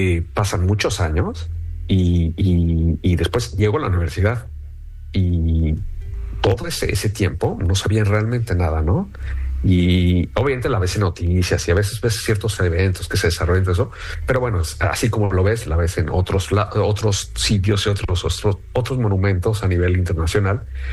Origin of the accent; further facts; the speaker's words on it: Guadalajara, Jalisco, Mexico; moved away as an adult; also born or lived in Mexico City; now in France; yo nací en la Ciudad de México, pero realmente toda mi vida me desarrollé más en Guadalajara, así es que me siento más tapatío.